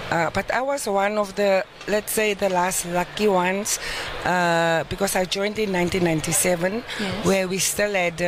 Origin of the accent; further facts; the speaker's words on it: Oudtshoorn, Western Cape, South Africa; I grew up in Oudtshoorng, very small town in the Western Cape, yes, where the School of Infantry is established.